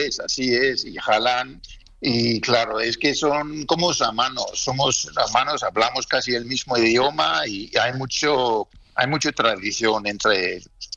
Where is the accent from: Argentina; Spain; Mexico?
Spain; yo soy español, español, español, yo soy español